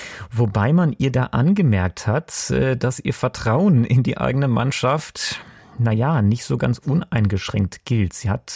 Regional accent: Germany; Wir sind jedenfalls Europameister als Deutsche.

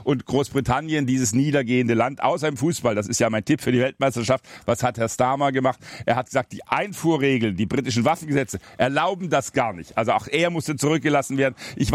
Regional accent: Swabia, Germany; Ich als Schwabe habe sofort ein Dutzend erworben.

